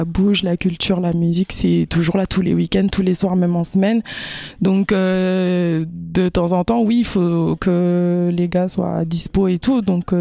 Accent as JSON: {"language": "French", "country": "New Caledonia", "said": "l'esprit collectif, associatif qu'on a des fois chez nous en Kanaky."}